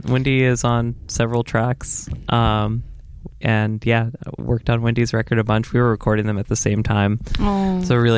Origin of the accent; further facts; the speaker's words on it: Texas, United States; I played growing up in Texas